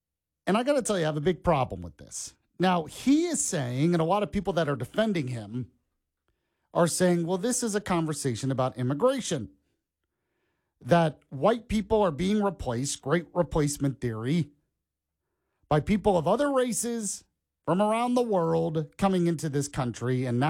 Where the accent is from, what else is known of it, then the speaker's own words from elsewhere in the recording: Orlando, Florida, United States; Born and raised close to where I grew up in Orlando, Florida.